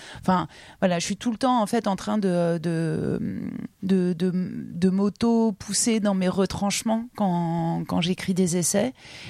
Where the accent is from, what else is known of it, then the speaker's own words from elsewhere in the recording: France; qu'est-ce que ça veut dire être fasciné par les tropiques quand on est né et qu'on a grandi en France métropolitaine, quoi.